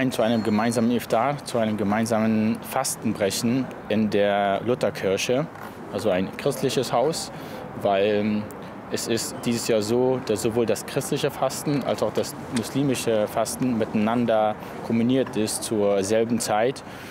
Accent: Plauen, Saxony, Germany; also born or lived in Iraq; now in Dresden, Germany; Ich bin geboren im Irak, aufgewachsen im schönen Vogtland, in Plauen.

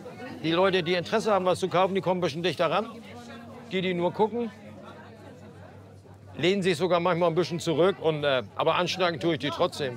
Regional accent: Hamburg, Germany; born there; Ich bin Hamburger mit ganzem Herzen. Ich bin geborener Hamburger und ich liebe diese Stadt.

